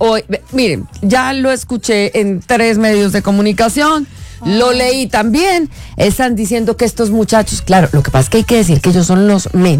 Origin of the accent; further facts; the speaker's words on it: Colombia; investiguen cómo somos